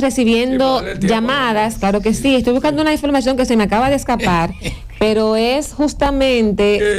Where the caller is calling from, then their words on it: Barcelona, Catalonia, Spain; de Barcelona … desde Barcelona, España